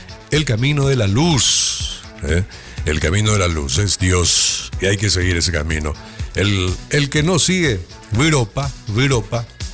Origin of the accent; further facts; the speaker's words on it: Paraguay; como paraguayo. Así como no podemos obviar nuestro idioma guaraní, nuestro dulce idioma guaraní